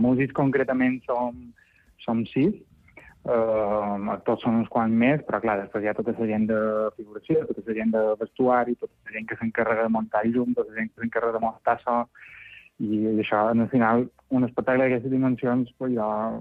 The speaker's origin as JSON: {"language": "Catalan", "town": "Alcúdia", "region": "Balearic Islands", "country": "Spain", "tie": "born or raised there", "said": "jo som del Cudi"}